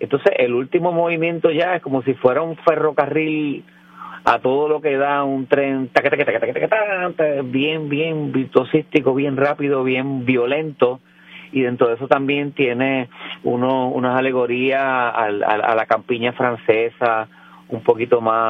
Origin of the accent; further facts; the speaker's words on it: San Juan, Puerto Rico; born there; Yo nací en Santurce, pero ahora mismo estoy viviendo en Atorrey